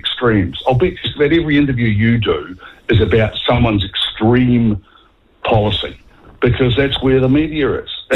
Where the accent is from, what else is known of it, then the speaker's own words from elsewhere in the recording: West Coast, New Zealand; now in Wellington, New Zealand; I grew up on the West Coast, as you mentioned, and I used to go hunting and tramping up rivers.